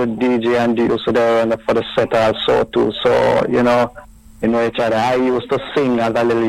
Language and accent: English; Clarendon, Jamaica; We grow from East Clarendon. He's from Top Hill, I'm from Lower Hayes.